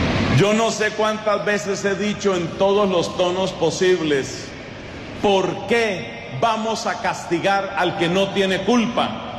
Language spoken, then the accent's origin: Spanish; Colombia; En mi país, para desgracia de los colombianos